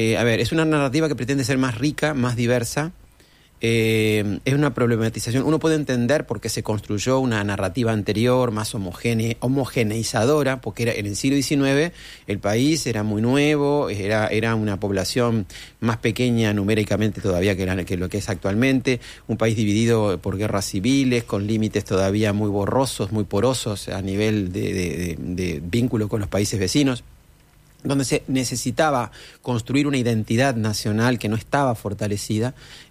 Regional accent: Las Piedras, Canelones, Uruguay; Parece que venimos de migrantes de las Islas Canarias, casados todos entre parientes, agricultores. En mi caso, zona rural del Colorado, en las afueras de Las Piedras, en el departamento de Canelones.

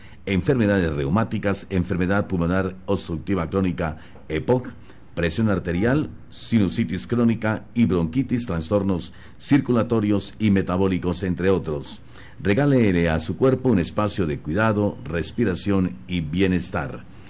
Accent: Colombia

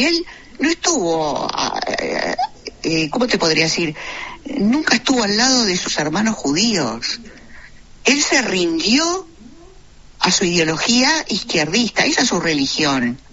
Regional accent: Uruguay; born there; Nosotros, los judíos que nacimos en Uruguay, que por ser judíos no significa que renunciemos a nuestra ciudadanía uruguaya, porque yo nací desde un punto de vista civil y legal en la República Oriental del Uruguay, eso me hace uruguaya

